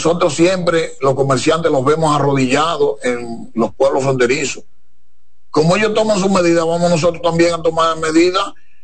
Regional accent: Dominican Republic; Y nosotros como dominicanos no podemos preocuparnos con eso.

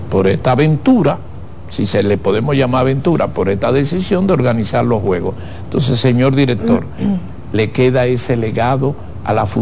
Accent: Dominican Republic; le estoy hablando como dominicano.

